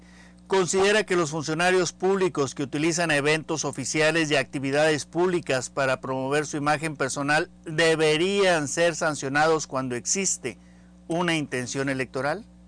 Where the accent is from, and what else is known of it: Mexico